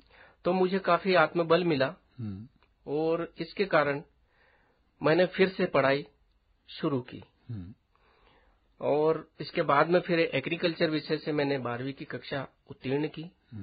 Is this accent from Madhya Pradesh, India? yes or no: yes; Dewas district, Madhya Pradesh, India; also born or lived in Kannod; मैं मूल रूप से देवास जिले की कन्नौज तहसील का एक गांव है छोटा सा भंडारिया। मैं मूल रूप से वहां का निवासी हूं और अल्प आयु में ही पिता का देहांत होने के बाद मेरी शिक्षा दीक्षा कन्नौज में हुई